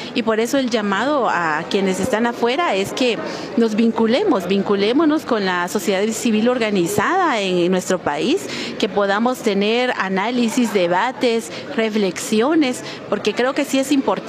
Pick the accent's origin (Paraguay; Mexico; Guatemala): Guatemala; seguimos siendo guatemaltecos